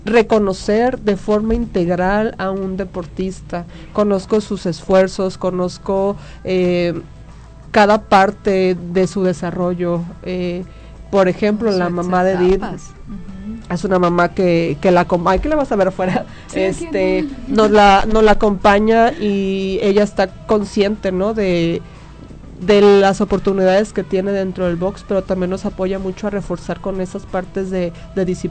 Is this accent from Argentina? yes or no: no; Tuxpan, Mexico; Tuxpan, que nunca voy a perder el amor y la identidad que tengo con mi tierra.